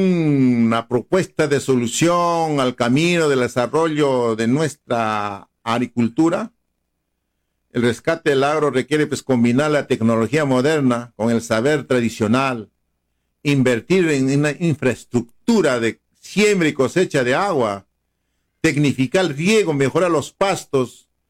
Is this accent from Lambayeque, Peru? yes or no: no; Chumpi, Ayacucho, Peru; moved away; Yo cuando he venido de mi pueblo de Chumpi